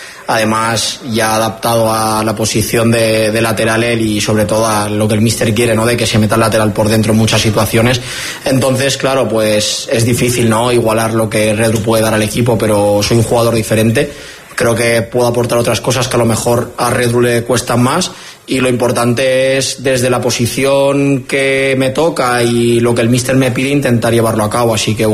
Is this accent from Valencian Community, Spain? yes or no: yes; Castellón de la Plana, Valencian Community, Spain; moved away; tengo arraigo evidentemente porque es mi tierra